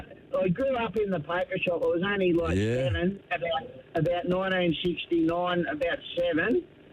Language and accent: English; Picton, New South Wales, Australia; I'm from Picton in New South Wales.